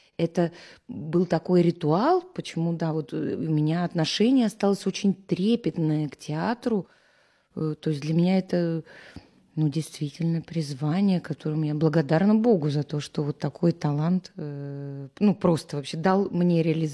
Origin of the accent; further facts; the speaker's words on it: Yaroslavl, Yaroslavl Oblast, Russia; На время поехали, папа мой здесь родился, а уже я родилась в Ярославле, как-то, ну, осели, ассимилировались, я вообще ни о чем не жалею, прекрасный город.